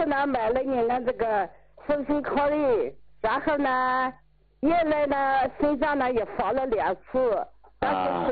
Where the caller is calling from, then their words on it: Kunming, Yunnan, China; 我是昆明的，我们在昆明西山区